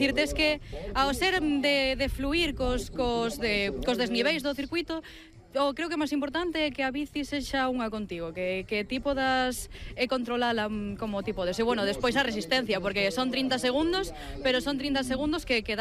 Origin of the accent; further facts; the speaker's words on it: Redondela, Galicia, Spain; Sí, a verdade é que é unha pena que eu, que son de Redondela, teña que desplazarme ata Mondariz.